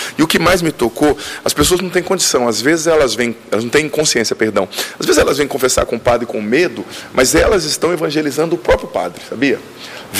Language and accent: Portuguese; Paraná, Brazil; moved away; Você sabe que eu sou paranaense, mas a gente sai do sul, todo mundo é gaúcho, né? Eu já deixei, já expliquei, eu não sou gaúcho, sou paranaense.